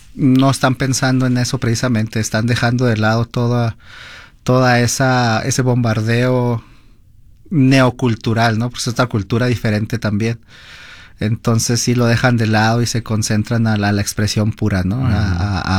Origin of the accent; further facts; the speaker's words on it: Mexico; now in Utah, United States; yo soy mexicano